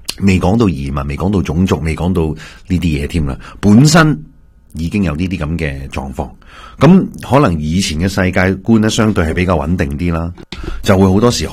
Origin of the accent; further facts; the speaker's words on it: China; 我哋中国人系习惯咗税重系 O K 嘅